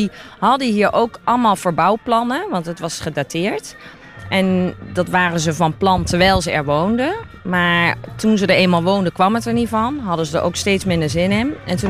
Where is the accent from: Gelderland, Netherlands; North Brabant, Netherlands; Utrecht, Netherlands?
Gelderland, Netherlands; Nijmegen; ik kom uit Nijmegen. Ik ben geboren getogen.